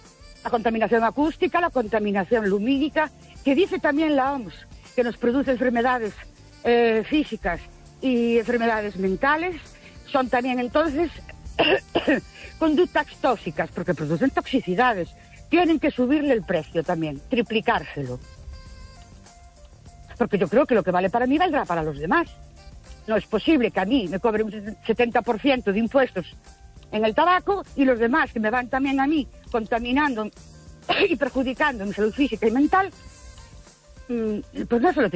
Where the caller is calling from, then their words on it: Ourense, Galicia, Spain; de Orense otra vez.